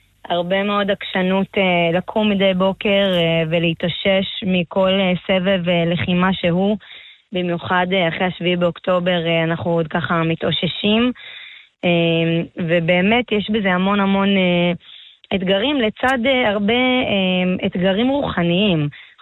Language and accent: Hebrew; Southern District, Israel; born there; moved away as an adult; now in Yated, Israel; אני מקיבוץ סעד שגם בעוטף. אני בעצם ילידת מה שנקרא שחר אדום, צבע אדום.